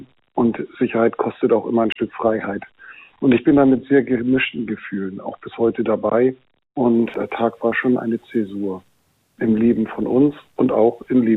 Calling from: Hamburg, Germany; Ich rufe aus Hamburg an.

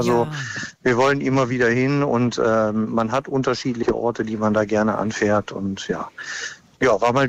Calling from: North Rhine-Westphalia, Germany; Tatsächlich aus dem Ruhrgebiet. Also wir sind gerade auf dem Weg von Niedersachsen nach Hause.

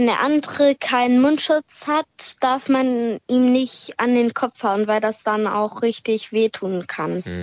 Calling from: Hamburg, Germany

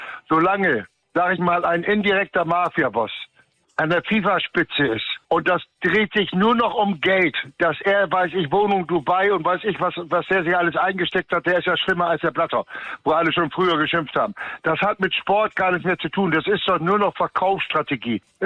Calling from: Germany; Dafür bin ich Deutscher.

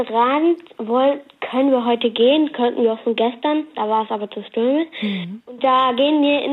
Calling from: Lower Saxony, Germany; Ich bin ja in Niedersachsen

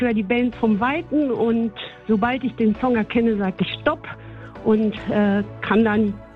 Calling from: Klein Hesepe, Lower Saxony, Germany; Aus Kleinhesepe im Emsland.

